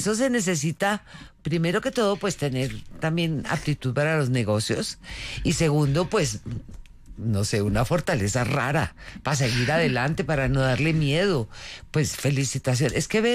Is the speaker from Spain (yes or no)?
no; Antioquia, Colombia; Soy paisa, pero pertenezco, yo creo que a las pocas familias paisas que nunca supieron hacer plata.